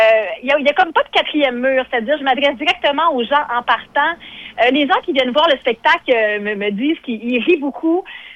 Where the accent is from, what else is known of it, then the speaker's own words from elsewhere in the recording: Maria, Quebec, Canada; moved away as an adult; quand j'y retournais après ça en Gaspésie, à Maria, dans mon village